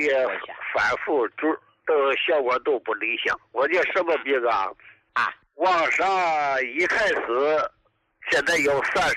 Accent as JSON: {"language": "Chinese", "town": "Dalian", "region": "Liaoning", "country": "China", "said": "我是大连的哈、"}